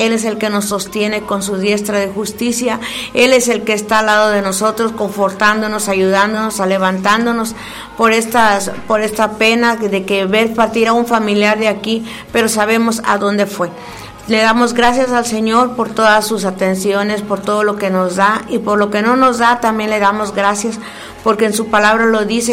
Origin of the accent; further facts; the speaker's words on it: Ciudad Valles, San Luis Potosí, Mexico; moved away; Pero yo soy de aquí, hermanos, no crean que yo no soy de fuera. Yo soy de aquí, de Ciudad Valles, 100%, pero me salí.